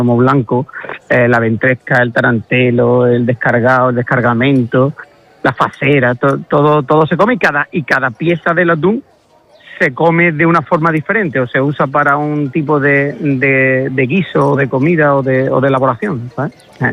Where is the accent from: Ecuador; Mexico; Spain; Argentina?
Spain; Villalba, Andalusia; mi pueblo está a 40... Yo digo que Villalba está a 40 kilómetros de todo, porque está a 40 kilómetros de Huelva capital, está a 45 de Sevilla, está a 42 del Rocío